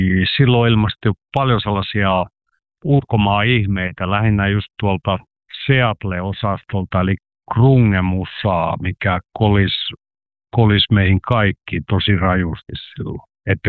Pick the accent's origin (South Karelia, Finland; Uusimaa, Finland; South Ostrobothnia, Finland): South Karelia, Finland; Me ollaan karjalaiset vähän hitaita asioiden omaksumisessa